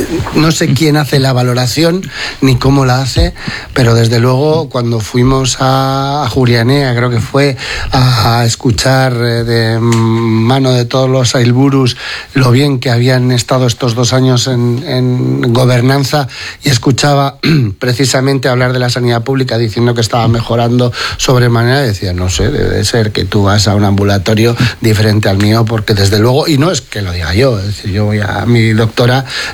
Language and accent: Spanish; Sestao, Basque Country, Spain; en mi pueblo, en Sestao